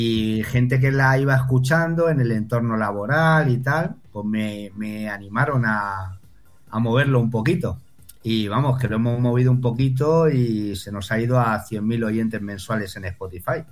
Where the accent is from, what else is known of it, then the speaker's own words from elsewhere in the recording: Madrid, Community of Madrid, Spain; now in between Madrid and Toledo, Spain; Soy madrileño.